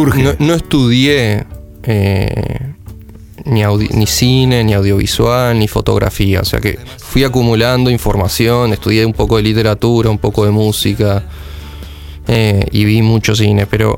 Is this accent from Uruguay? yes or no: yes; Uruguay; Confieso que cuando me dijo, ah, vos sos argentino, y le dije, no, soy uruguayo